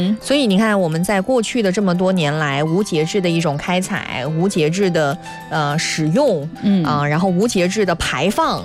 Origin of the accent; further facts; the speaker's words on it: Northwest China, China; born there; moved away; 我们老家西北